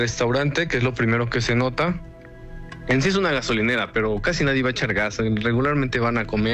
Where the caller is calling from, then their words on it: Tecamachalco, Puebla, Mexico; desde Tecamachalco, Puebla, actualmente